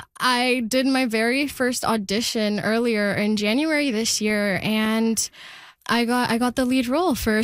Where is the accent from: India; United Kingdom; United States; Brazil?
India; first language Telugu; English is a second language; I watch Telugu movies, which is my native language.